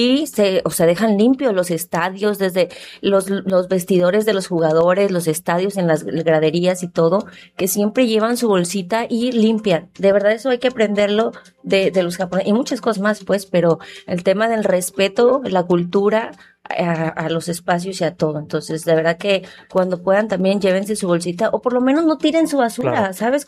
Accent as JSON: {"language": "Spanish", "country": "Mexico"}